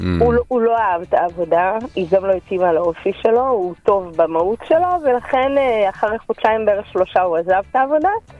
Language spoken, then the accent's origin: Hebrew; Turkey; now in Israel; עולה חדשה מטורקיה. סיימתי תואר, התחלתי לעבוד כמו רוב הכלכלנים בבנקים